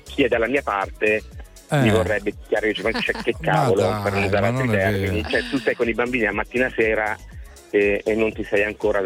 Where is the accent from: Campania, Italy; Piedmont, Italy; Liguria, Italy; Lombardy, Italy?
Lombardy, Italy; Milan; born there; now in Ladispoli, Italy; io sono milanese di nascita